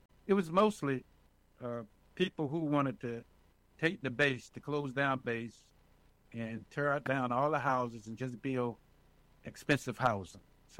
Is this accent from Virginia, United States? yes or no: yes; Norfolk, Virginia, United States; moved away as an adult; also born or lived in New York; And basically, I grew up in Norfolk, Virginia. And I left Virginia after graduating from Norfolk State in 1970.